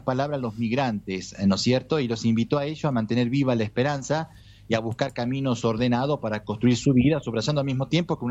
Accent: Argentina; now in Rome, Italy; nuestra cultura argentina

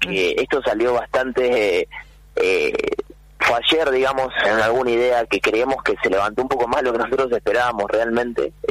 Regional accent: Argentina; soy argentino

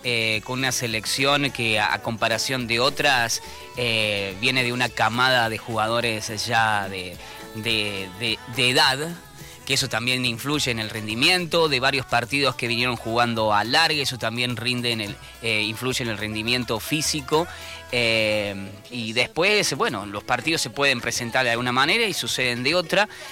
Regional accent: Argentina

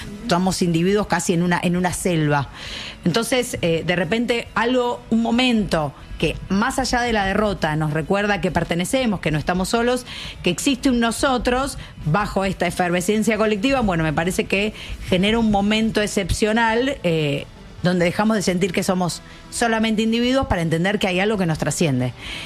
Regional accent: Argentina

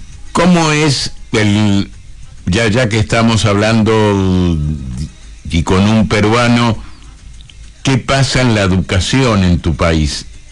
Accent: Argentina; llamé a la embajada de Brasil como argentino

